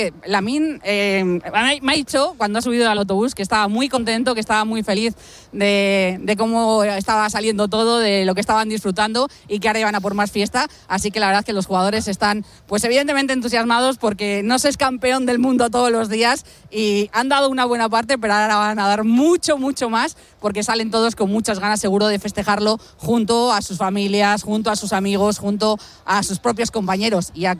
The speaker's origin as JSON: {"language": "Spanish", "country": "Spain", "said": "Vais a demostrar que somos españoles también festejando."}